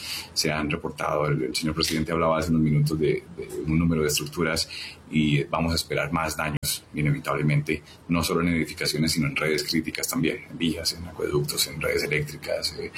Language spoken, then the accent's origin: Spanish; Colombia; pero como colombianos nos duele mucho lo que está pasando